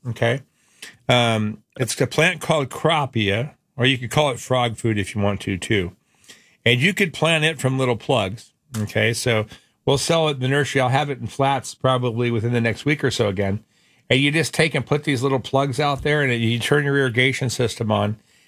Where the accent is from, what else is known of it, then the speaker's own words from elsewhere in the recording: Phoenix, Arizona, United States; when I grew up here in Sunny Slope